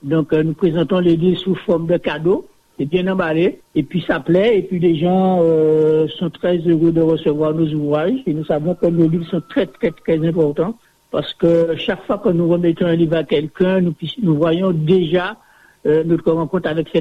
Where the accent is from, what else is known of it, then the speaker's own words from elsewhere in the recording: Saint-François, Guadeloupe; Je suis de Saint-François. Je suis membre de l'église de Le Moule, l'église adventiste du septième jour.